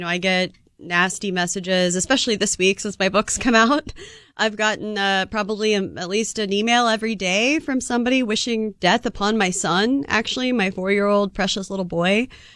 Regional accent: Kansas City, Missouri, United States; because I grew up in the middle of the country. I'm from Kansas City, Missouri, and I came from a Democratic Union family.

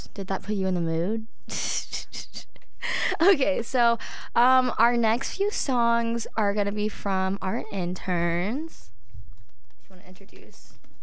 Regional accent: Georgia, United States; moved away; I am from Georgia

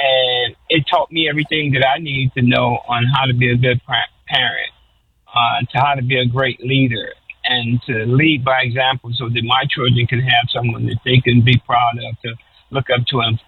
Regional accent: Chicago, Illinois, United States; moved away; Well, I hail from the Robert Taylor Project, which was the most crime-ridden project in the United States of America.

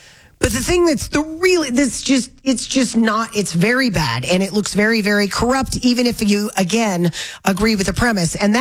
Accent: Florida, United States; accent: southern; moved away; The southern accent where I'm from in northern Florida is a hard redneck accent.

